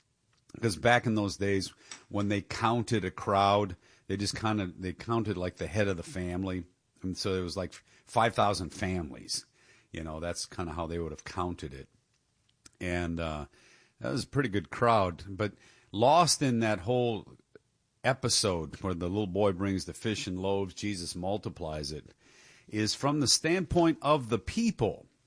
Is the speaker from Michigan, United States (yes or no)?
yes; Detroit, Michigan, United States; I know a lot of these cities better than I knew the city I grew up in Detroit